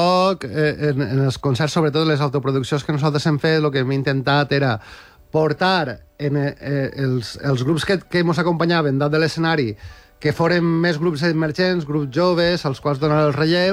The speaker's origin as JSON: {"language": "Catalan", "town": "Pego", "region": "Valencian Community", "country": "Spain", "said": "som de Pego i és una cosa que ens estira molt"}